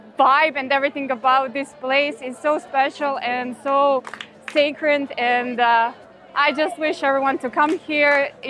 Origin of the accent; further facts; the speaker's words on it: Zagreb, City of Zagreb, Croatia; I'm from Zagreb, Croatia, and today is very, very blessed day.